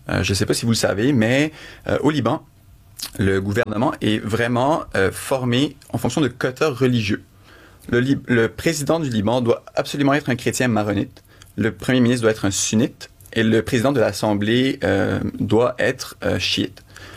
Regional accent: Montreal, Quebec, Canada; moi, je suis né ici. Effectivement, je me considère vraiment un Québécois-Canadien. J'ai vécu à Montréal toute ma vie. Mes parents sont Libanais d'origine.

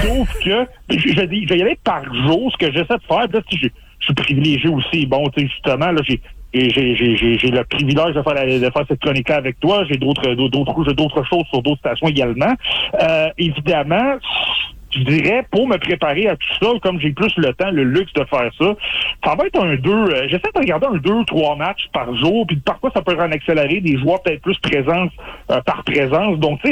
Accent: Port-Cartier, Quebec, Canada; je suis originaire de Port-Cartier sur la côte nord

